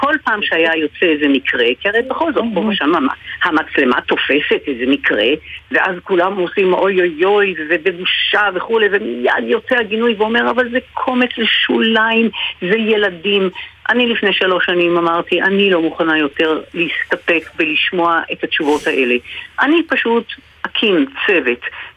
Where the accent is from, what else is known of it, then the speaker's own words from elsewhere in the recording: Jerusalem, Jerusalem District, Israel; אני נולדתי בשנות ה-60 בירושלים.